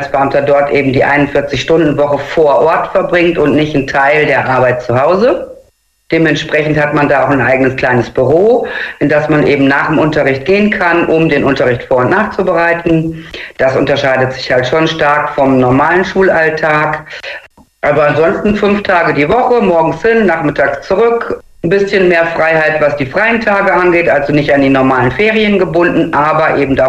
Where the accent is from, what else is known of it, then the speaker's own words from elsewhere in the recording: Xanten, North Rhine-Westphalia, Germany; also born or lived in Münster; Ich bin in Münster geboren, in Xanten groß geworden, jetzt das 27. Mal umgezogen